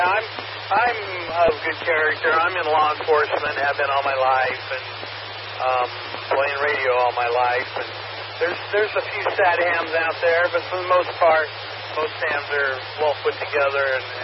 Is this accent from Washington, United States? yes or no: yes; Seattle, Washington, United States; now in Huffman, United States; One, I come from Seattle. I moved here almost 3 years ago now for my cancer treatment.